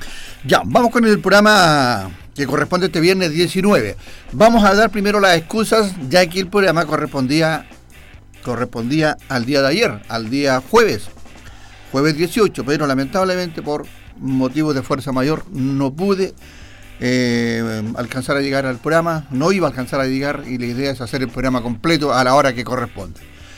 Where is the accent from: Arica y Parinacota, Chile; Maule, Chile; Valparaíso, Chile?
Maule, Chile; Linares; moved away; allá en mi tierra es muy famoso un señor que se llama Romualdito. Hoy día hay por ahí un ¿cómo se le puede llamar? ¿Monumento? Lápida. Animita, sí. Hay una animita de Romualdito, ¿eh? Está en la Plaza de Linares, sí.